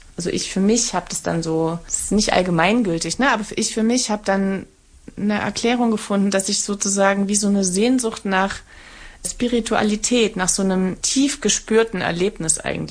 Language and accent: German; Saxony, Germany; habe ich das quasi mit der Landschaft meiner Herkunft, wo ich aufgewachsen bin, gemacht, das Erzgebirge, wo ich eigentlich immer erstmal weg wollte